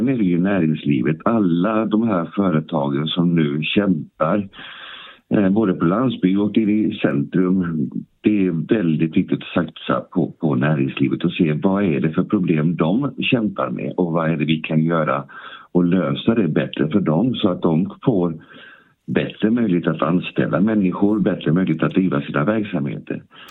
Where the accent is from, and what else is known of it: Blekinge, Sweden